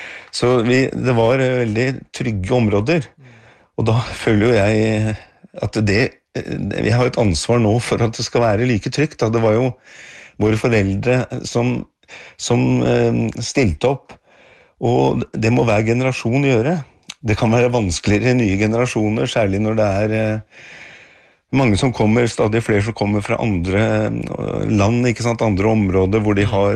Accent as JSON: {"language": "Norwegian", "region": "Oslo", "country": "Norway", "tie": "born or raised there"}